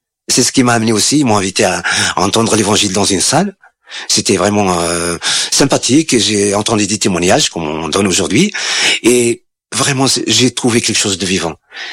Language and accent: French; Algeria; now in France; Quand je suis parti en France d'Algérie, c'est pour fuir un petit peu toutes ces questions de religion.